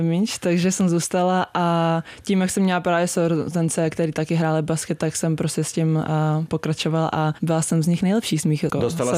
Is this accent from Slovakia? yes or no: no; Prague, Czechia; Jsem z Prahy, takže v Praze.